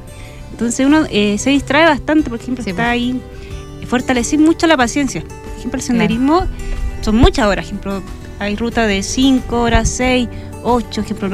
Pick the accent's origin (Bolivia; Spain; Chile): Chile; Paredones, O'Higgins; moved away as an adult; also born or lived in Colchagua; now in Rengo, Chile; Me crié en Paredones y por tema de estudio tuve que ir a Colchagua y después terminé acá en Cachapoal. Uh-huh. Y actualmente vivo acá en Rengo.